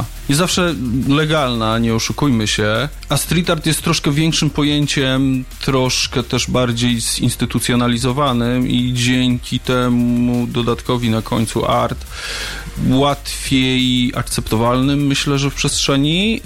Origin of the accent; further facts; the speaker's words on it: Bielsko-Biała, Silesian Voivodeship, Poland; bielszczanin z urodzenia, wychowania i większość życia spędziłem tutaj w Bielsku